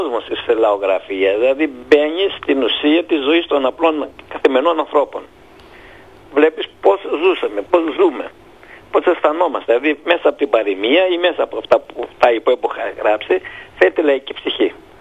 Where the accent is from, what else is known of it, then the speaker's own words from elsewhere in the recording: Mytilene, North Aegean, Greece; now in Kardamyla, Greece; Πώς ξέρετε, εγώ είμαι από τη Μυτιλίνη, ζω στα Καρδάμιλα 48 χρόνια.